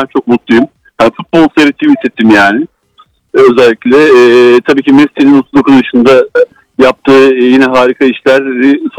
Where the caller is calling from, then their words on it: Istanbul, Turkey; ben İstanbul'dan.